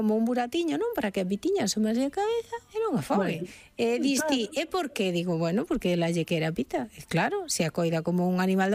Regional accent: Ourense, Galicia, Spain; E agora vámonos directamente a Ourense, que non é porque sexa a miña cidade natal, senón porque é preciosa

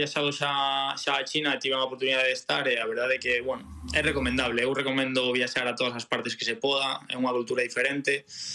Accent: A Coruña, Galicia, Spain; creo que sendo de Coruña e sendo galego, pois é unha moi boa acción

